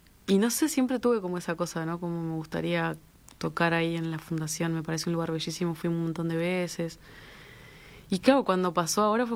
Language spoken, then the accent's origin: Spanish; Maldonado, Uruguay; yo soy de Maldonado y fui con el liceo cuando era...